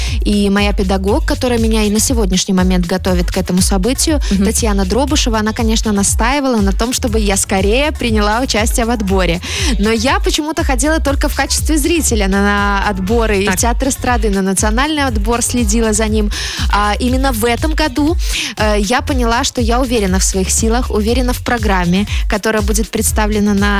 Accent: Vitebsk Region, Belarus; родом я из Витебской области. Мне кажется, родные стены помогают.

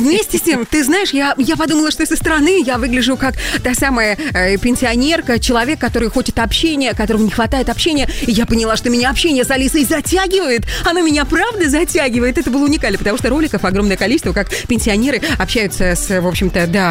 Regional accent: Belarus; Мы, белорусы, можем это делать, конечно, и потихоньку готовимся к зиме

